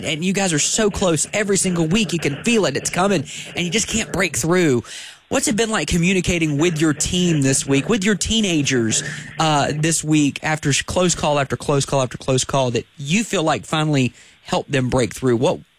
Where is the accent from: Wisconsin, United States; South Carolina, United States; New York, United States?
South Carolina, United States; My hometown team.